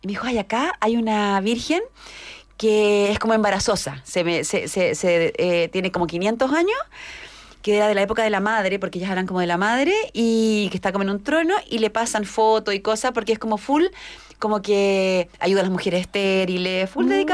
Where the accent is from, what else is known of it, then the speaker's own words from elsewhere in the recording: Rancagua, O'Higgins, Chile; moved away; si no mi mamá se enoja. Soy de Rancagua, estudié allá en el Colegio Instituto Inglés y soy periodista.